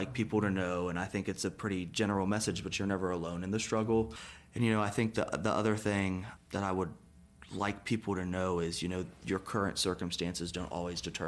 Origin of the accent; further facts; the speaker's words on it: Carolina, West Virginia, United States; So I'm from Carolina, West Virginia